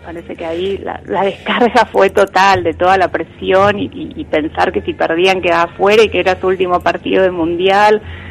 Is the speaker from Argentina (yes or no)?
yes; Argentina; nos sigue identificando como argentinos